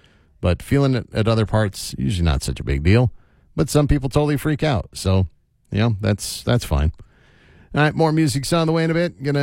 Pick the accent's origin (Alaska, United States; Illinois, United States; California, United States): California, United States; I think that's a growing up in SoCal thing where, for the most part, it was just kind of ride out the earthquake.